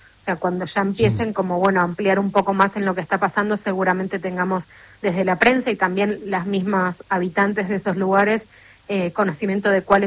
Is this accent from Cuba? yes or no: no; Argentina; Se notaba un poco de hostilidad, pero nada fuera de las cargadas futbolísticas a las que uno ya está acostumbrado, uno siendo argentino